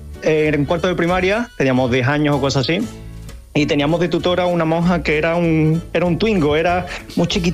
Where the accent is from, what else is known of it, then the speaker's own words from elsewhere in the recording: Seville, Andalusia, Spain; now in Valencia, Spain; Yo soy de Sevilla.